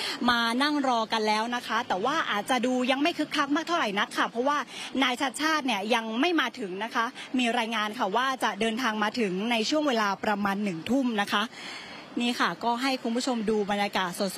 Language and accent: Thai; Bangkok, Thailand; สิ่งที่อยากเห็นคนกรุงเทพมหานครเนี่ยในฐานะที่เป็นคนกรุงเทพอยากเห็นกรุงเทพเปลี่ยนแปลงที่สุดก็คือเรื่องของน้ำท่วมขังค่ะ